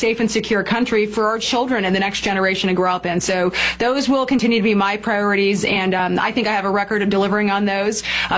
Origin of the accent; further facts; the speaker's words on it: West Des Moines, Iowa, United States; I'm a Des Moines area native. I grew up in West Des Moines. I went to Valley High School. I'm a Valley Tiger, class of 2001.